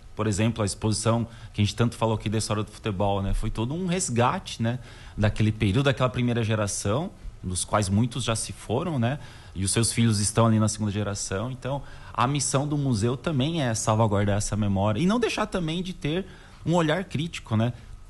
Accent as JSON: {"language": "Portuguese", "region": "São Paulo", "country": "Brazil", "also_born_or_lived": "Videira", "moved": "as an adult", "lives_now": "Pinhalzinho, Brazil", "said": "Eu cheguei aqui no início de 2023, né? Eu sou de São Paulo, né? E para mim não foi uma realidade tão estranha, porque eu já morava aqui em Videira antes e vim para Pinhauzinho, né?"}